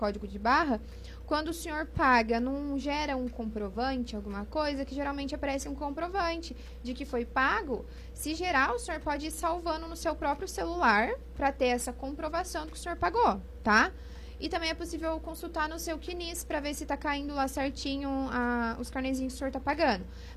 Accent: Pindamonhangaba, São Paulo, Brazil; eu sou de Moreira também.

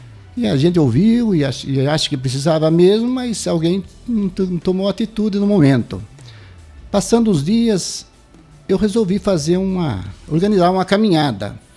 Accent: Guareí, São Paulo, Brazil; moved away as an adult; also born or lived in Itapetininga; now in Angatuba area, Brazil; Eu nasci no Bairro do Cerro.

